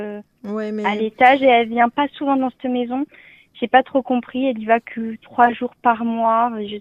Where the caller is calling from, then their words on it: Bordeaux, Nouvelle-Aquitaine, France; De Bordeaux.